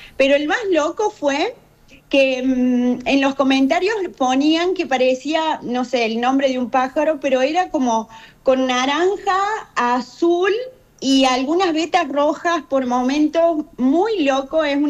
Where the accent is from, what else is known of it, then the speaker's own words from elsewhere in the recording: Unquillo, Córdoba, Argentina; born there; nosotros somos de Córdoba capital, nos venimos para un quillo cuando yo tenía unos 3, 4 años